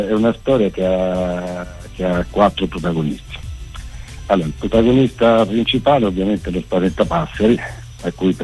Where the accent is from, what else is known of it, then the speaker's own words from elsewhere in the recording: Montepulciano, Tuscany, Italy; la Val di Chiana, che poi è la mia terra, partendo dal mio paese, che si chiama Acquaviva, che è nel comune di Montepulciano